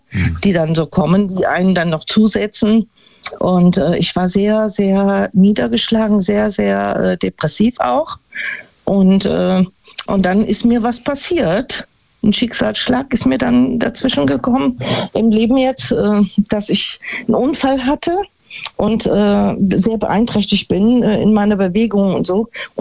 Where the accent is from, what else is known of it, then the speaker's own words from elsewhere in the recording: Neunkirchen-Seelscheid, North Rhine-Westphalia, Germany; Ja, ich bin aus Neunkirchen-Silscheid